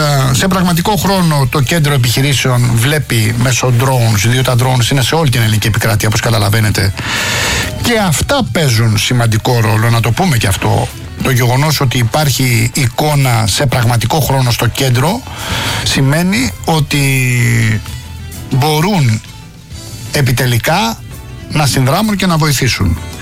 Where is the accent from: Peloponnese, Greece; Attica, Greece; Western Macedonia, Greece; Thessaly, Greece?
Attica, Greece; Rafina; από την Πατρίδα μου τη Ραφίνα